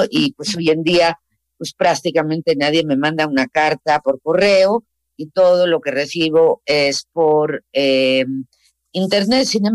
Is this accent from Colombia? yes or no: no; Asturias, Spain; moved away; also born or lived in Gijón; Yo nací en Gijón, en Asturias, y toda la vida me crié en aldeas de Asturias